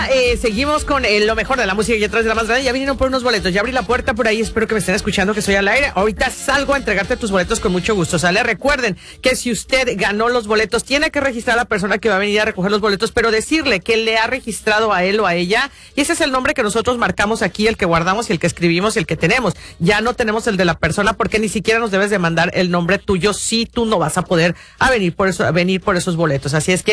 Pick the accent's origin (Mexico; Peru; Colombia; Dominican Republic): Mexico; somos mexicanos y muchos mexicanos